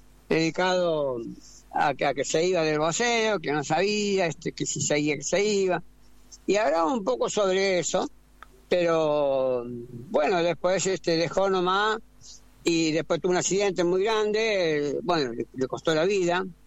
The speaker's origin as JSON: {"language": "Spanish", "region": "Córdoba", "country": "Argentina", "said": "soy el primer boxeador argentino, campeón del mundo en doble categoría, el primero, y soy de Córdoba"}